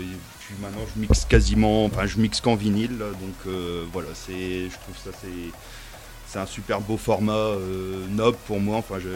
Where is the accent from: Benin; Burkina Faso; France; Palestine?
France; Pont-sur-Sambre, Hauts-de-France; Je viens de Pont-sur-Sambre, à côté de Maubeuge, en France.